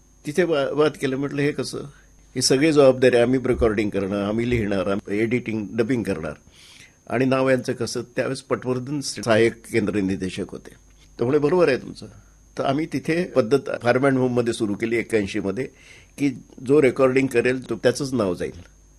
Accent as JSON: {"language": "Marathi", "town": "Pandhurna", "region": "Madhya Pradesh", "country": "India", "tie": "born or raised there", "moved": "yes", "said": "माझं गाव पांढुर्णा असल्यामुळे"}